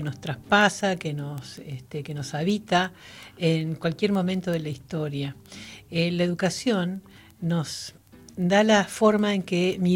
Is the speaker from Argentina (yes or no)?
yes; Argentina